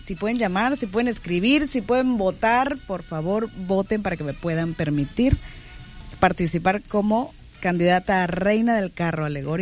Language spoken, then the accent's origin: Spanish; Veracruz, Mexico; al final soy veracruzana